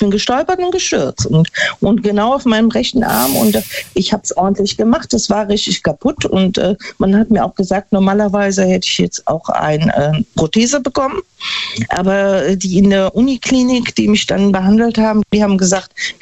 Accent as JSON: {"language": "German", "town": "Neunkirchen-Seelscheid", "region": "North Rhine-Westphalia", "country": "Germany", "said": "ich bin aus Neunkirchen-Silscheid"}